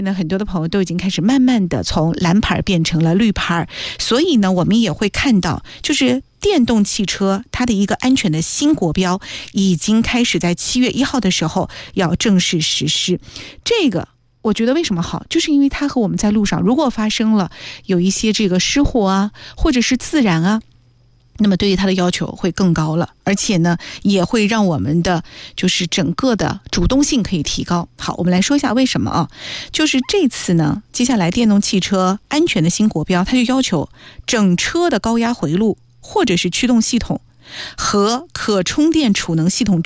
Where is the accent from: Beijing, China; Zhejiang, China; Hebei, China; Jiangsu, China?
Jiangsu, China; Nanjing; 我们南京人